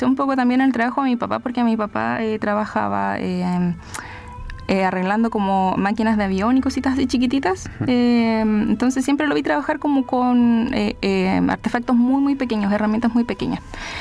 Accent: Chile; yo me identifico como persona chilena

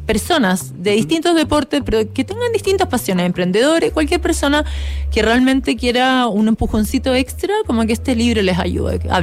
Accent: Chile; sigo siendo la única chilena que cruzó el Canal de la Mancha

